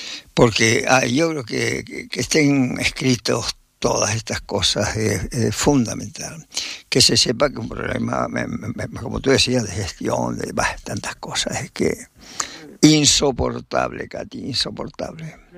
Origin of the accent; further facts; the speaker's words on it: Lanzarote, Canary Islands, Spain; born there; Yo nací en Lanzarote